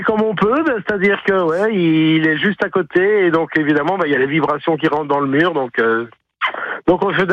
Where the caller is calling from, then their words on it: Couture-sur-Loire, Centre-Val de Loire, France; je suis de Couture-sur-Loire